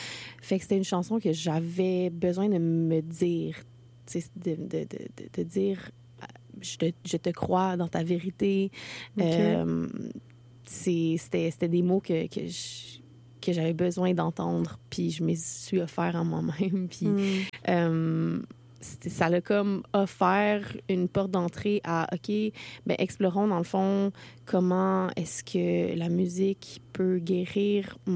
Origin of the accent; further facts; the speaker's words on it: Gatineau, Quebec, Canada; now in Montreal, Canada; J'ai grandi à Gatineau.